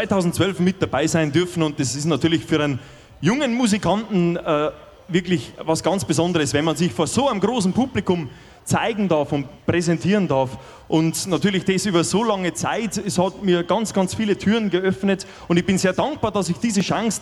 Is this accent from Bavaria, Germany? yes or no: yes; Bavaria, Germany; bei uns im Bayerischen Wald, wo ich zu Hause bin, kommt man ja natürlich sehr, sehr oft in Berührung mit Volksmusik